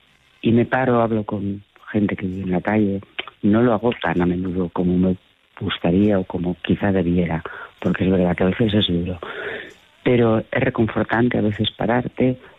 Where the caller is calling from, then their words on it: Barcelona, Catalonia, Spain; de Barcelona